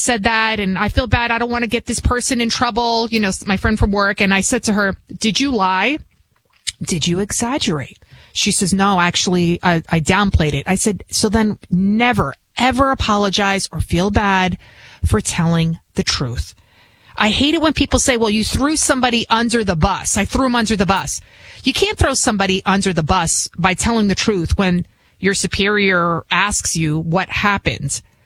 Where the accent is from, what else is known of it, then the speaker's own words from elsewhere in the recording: Bronx, New York, United States; accent: Bronx; English is a second language; I can be from the Bronx. Obviously, you can hear it in my accent, which I've been trying to get rid of, but it's just a part of who I am.